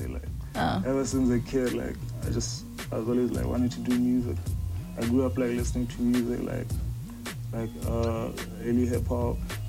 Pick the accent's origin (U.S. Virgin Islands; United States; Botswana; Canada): Botswana; Gaborone, South-East District; also born or lived in Sefophe; I grew up in Gaborone, between Gaborone and Solo. Then I did my high school in Gaborone